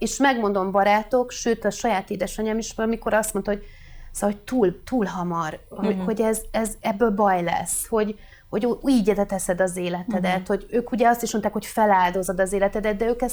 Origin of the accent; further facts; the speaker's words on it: Budapest, Hungary; Én ugye budapesti vagyok, és én Budapesten jártam a külkereskedelmi főiskolára